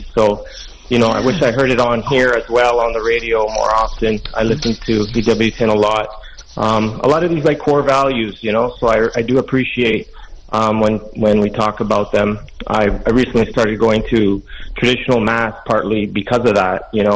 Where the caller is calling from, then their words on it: Ontario, Canada; growing up in a family from southern Italy, right, pretty strict with long dresses and stuff, and then growing up in a pretty free country, democratic country, very multicultural, where everything goes